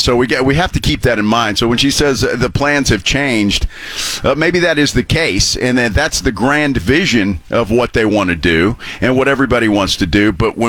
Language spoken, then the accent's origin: English; San Antonio, Texas, United States; I go places and say I'm from San Antonio.